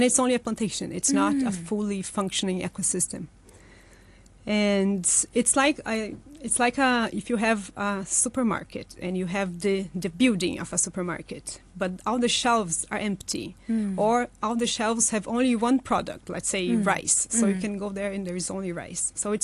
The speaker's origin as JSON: {"language": "English", "town": "Curitiba", "region": "Paraná", "country": "Brazil", "second_language": "English", "lives_now": "Hong Kong", "said": "Well, I come from a city in Brazil called Curitiba in the south. So where I am from Brazil, it's a subtropical forest."}